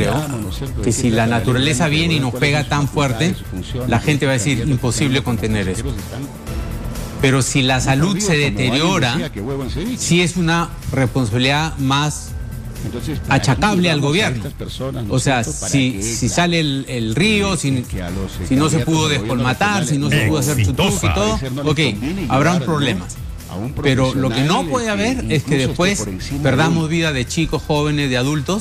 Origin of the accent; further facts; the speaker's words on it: Piura, Peru; also born or lived in Lima; yo me siento piurano a pesar de que nací en Lima, pero viví de 0 a 10 años